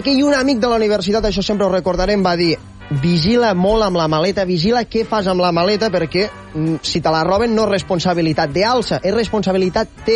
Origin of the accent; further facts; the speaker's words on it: Tàrrega, Catalonia, Spain; moved away as an adult; Jo me'n vaig marxar de Tàrrega sobre els 18 anys, perquè el que passa és que a Lleida hi ha tres esdeveniments canònics.